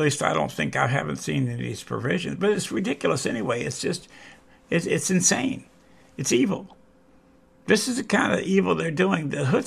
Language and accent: English; New Orleans, Louisiana, United States; even down south where I'm from. I'm from New Orleans. When I was a young kid, you know, in the 1960s